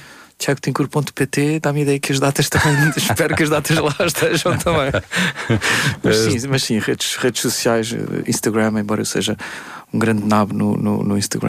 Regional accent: Coimbra, Centro, Portugal; born or raised there

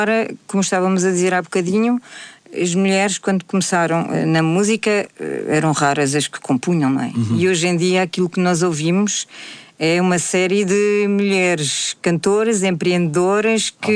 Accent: France; Logo eu que vim de França, uhum. não é? E que de repente pego na língua portuguesa

